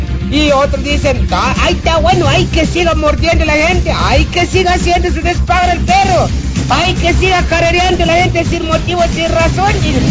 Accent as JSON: {"language": "Spanish", "country": "Mexico", "said": "Ya viste cómo somos los mexicanos"}